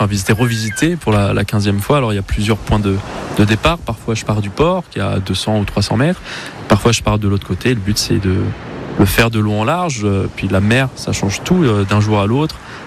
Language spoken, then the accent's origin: French; Brittany, France; Mon petit bonheur, c'est de me balader chez moi en Bretagne. Oh, c'est magnifique. Moi, la Bretagne, c'est mon enfance, puisque c'est là où j'y ai grandi